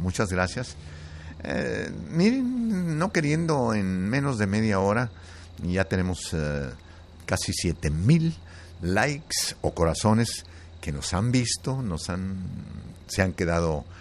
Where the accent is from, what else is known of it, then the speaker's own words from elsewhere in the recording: Jerez, Zacatecas, Mexico; saludos desde Jerez, Zacatecas. Esa es mi tierra. Se están reportando mis paisanos desde Jerez, Zacatecas. La bella ciudad de uno de los grandes poetas.